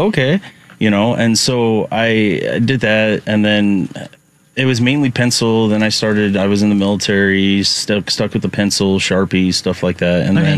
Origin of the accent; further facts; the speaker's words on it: Delta, Colorado, United States; Yeah, so I grew up in Delta, and they had a nickname as City of Murals.